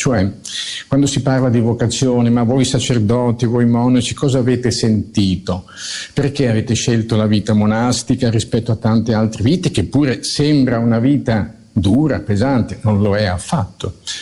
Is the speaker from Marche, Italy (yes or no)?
no; Bologna, Emilia-Romagna, Italy; io sono bolognese